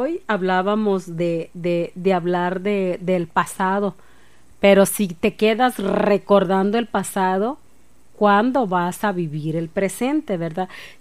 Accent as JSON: {"language": "Spanish", "region": "Michoacán", "country": "Mexico", "said": "los que somos mexicanos y más michoacanos"}